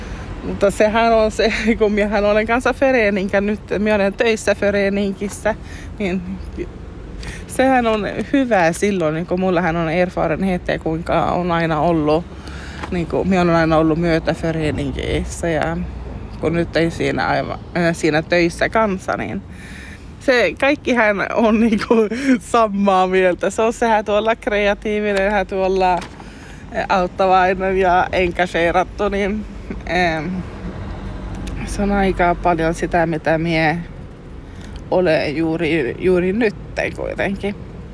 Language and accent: Finnish; Aareavaara, Norrbotten County, Sweden; Mihin olen kasvanut ylös Aareavaarassa, siellä on aina ollut paljon niin föreninkiä, paljon aktiviteettia lapsille.